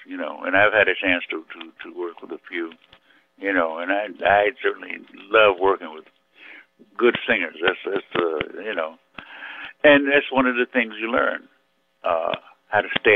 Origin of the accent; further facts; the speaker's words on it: Philadelphia, Pennsylvania, United States; moved away; I grew up in Philly